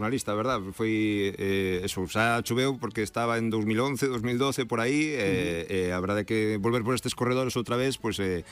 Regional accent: Vimianzo, Galicia, Spain; Eu evidentemente son de ali, son de Vimianzo

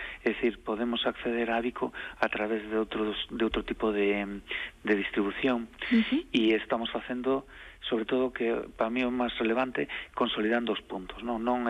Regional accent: Galicia, Spain; do cual estamos orgullosísimos, como galegos e como productores dese sector primario.

